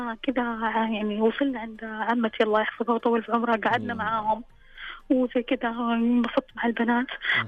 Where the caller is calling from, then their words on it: Mecca, Makkah Province, Saudi Arabia; في مهرجان فتح كذا عندنا في مكة